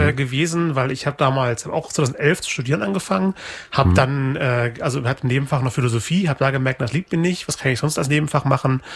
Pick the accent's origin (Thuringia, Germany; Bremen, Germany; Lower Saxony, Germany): Lower Saxony, Germany; Braunschweig; born or raised there; now in Leipzig, Germany